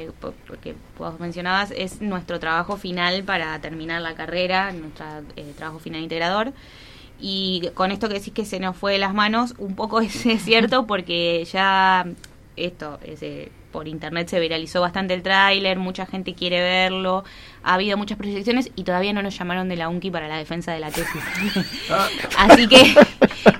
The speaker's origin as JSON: {"language": "Spanish", "town": "Quilmes", "region": "Buenos Aires Province", "country": "Argentina", "said": "Yo soy de Quilmes, no soy porteña, soy de un lugar que no queda en la capital, que está al costado, se llama el conurbano, es muy grande, hay una zona que es el sur y ahí está Quilmes. O sea, y después decís que sos de Buenos Aires y después decís que sos de Argentina, sí. Pero primero Quilmes."}